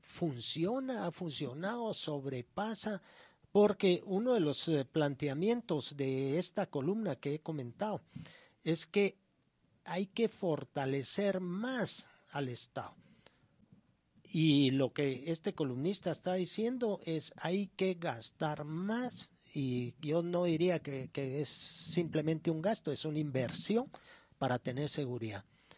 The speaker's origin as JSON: {"language": "Spanish", "country": "Guatemala", "said": "todos somos guatemaltecos, todos amamos este país"}